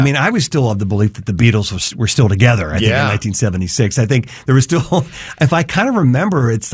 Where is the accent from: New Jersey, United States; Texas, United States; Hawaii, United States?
New Jersey, United States; I grew up in South Jersey